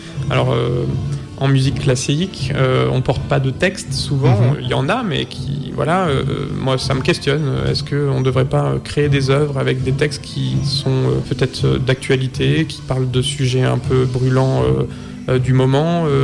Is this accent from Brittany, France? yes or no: no; Hauts-de-France, France; une région que je connais bien parce que je viens de la Somme au départ, toute ma famille de longue date et de la Somme et Picarde.